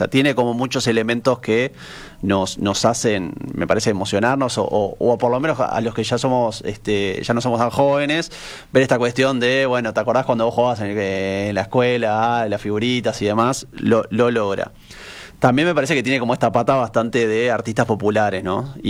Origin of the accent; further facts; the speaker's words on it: Uruguay; no estamos como uruguayos tan enamorados del ciclo de Bielsa y tan enamorados del ciclo de la selección